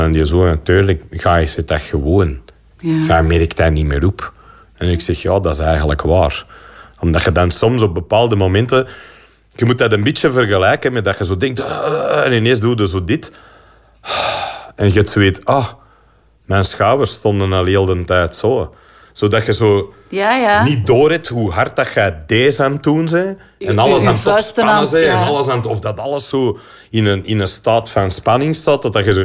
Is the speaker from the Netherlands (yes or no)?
no; Antwerp, Flanders, Belgium; Ik heb ook gewoond niet zo ver van Berchem Statie, maar ik ben eigenlijk van Berchem origineel. Ja. Ik ben van de Fruit of Laan, wat helemaal niet hier ver vandaan is.